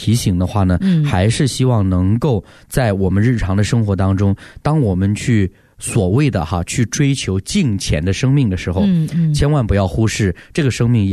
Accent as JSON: {"language": "Chinese", "country": "China"}